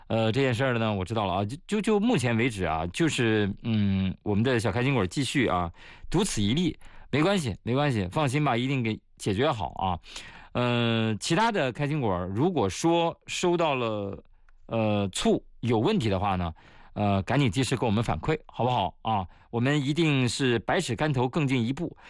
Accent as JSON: {"language": "Chinese", "region": "Shanxi", "country": "China", "tie": "born or raised there", "said": "醋在我们老家山西"}